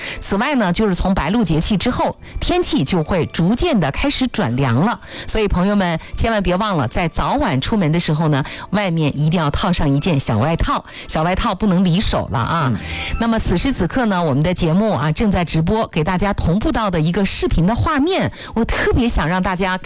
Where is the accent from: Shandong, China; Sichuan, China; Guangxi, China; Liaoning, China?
Liaoning, China; Yingkou; 当你换一个角度来看我们的家乡，看我们的大辽河的时候